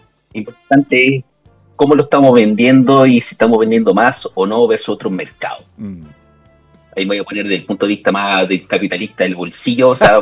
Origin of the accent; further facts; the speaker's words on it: Chile; nosotros mismos como chilenos